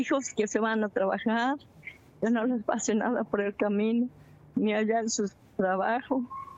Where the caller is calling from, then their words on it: Santo Tomás de los Plátanos, State of Mexico, Mexico; Sí, soy del Estado de México, de aquí de Nuevo Santo Tomás de los Plátanos. Yo soy de aquí del Llano.